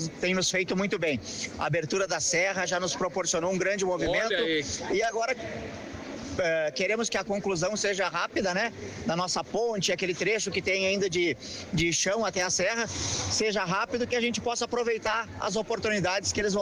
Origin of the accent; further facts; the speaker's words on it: Bom Jesus, Rio Grande do Sul, Brazil; moved away as an adult; now in São José dos Ausentes, Brazil; Eu sou aqui da cidade vizinha, sou natural de Bom Jesus, nascido e criado aqui em Bom Jesus, e agora por 10 anos eu moro em São José dos Ausentes.